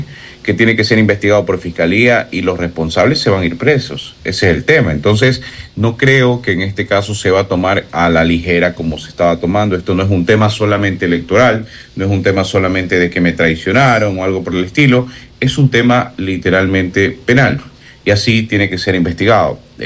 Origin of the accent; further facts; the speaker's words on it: Guayaquil, Guayas, Ecuador; En estos momentos, en Guayaquil, en casita, yo soy de Guayaquil.